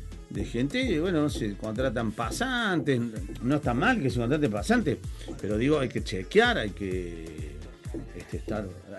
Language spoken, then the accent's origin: Spanish; Pozo del Molle, Córdoba, Argentina; Hola chicos … de Pozo del Moyo, hecho a Tony. Pero hoy los escucho desde acá de Córdoba.